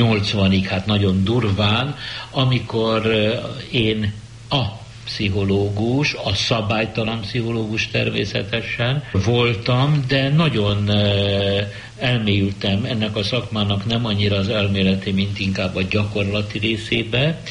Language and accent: Hungarian; Budapest, Hungary; én lipotvárosi, polgári, jól nevelt, vallásos zsidó kisfiú vagyok. 1933-tól, amikor születtem